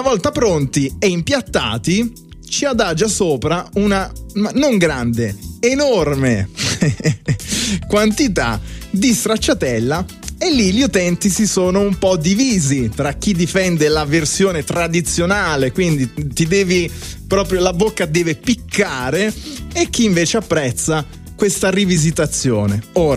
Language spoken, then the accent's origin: Italian; Bari, Apulia, Italy; Io da barese